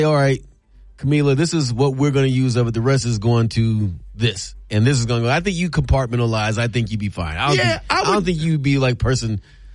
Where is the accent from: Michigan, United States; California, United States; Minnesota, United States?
California, United States; Berkeley; the two-bedroom apartment that I grew up in in Berkeley, California.